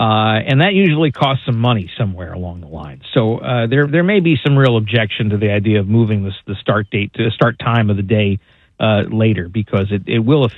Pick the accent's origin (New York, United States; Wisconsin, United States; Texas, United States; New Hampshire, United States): New York, United States; now in Florida, United States; I grew up in New York